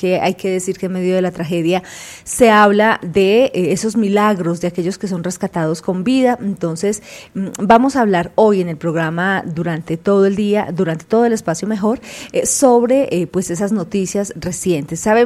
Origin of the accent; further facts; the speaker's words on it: Colombia; now in Bogotá, Colombia; la unión como colombianos